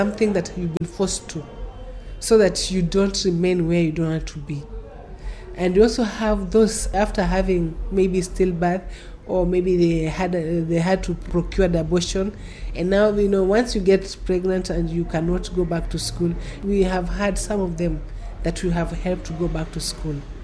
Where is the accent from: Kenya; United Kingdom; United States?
Kenya; Kilifi, Kilifi County; I come from Kilifi. You know, I cannot travel to Kilifi.